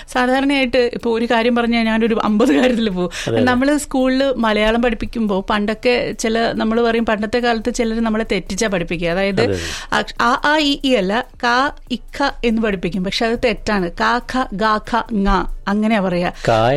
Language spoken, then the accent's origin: Malayalam; Thiruvananthapuram, Kerala, India; ഞാൻ തിരുവനന്തപുരത്തുകാരിയാണ്